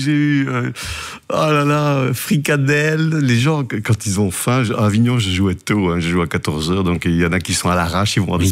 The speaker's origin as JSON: {"language": "French", "region": "Wallonia", "country": "Belgium", "accent": "Carolo (Charleroi)", "said": "Ben, l'accent belge, des mots belges revendiqués, des 70, des 90."}